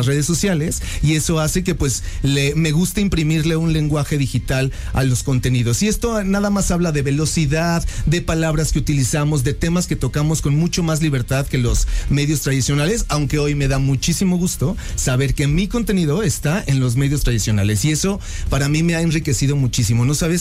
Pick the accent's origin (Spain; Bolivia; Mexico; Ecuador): Mexico; Hay un valor que nosotros como mexicanos tenemos que se llama el regateo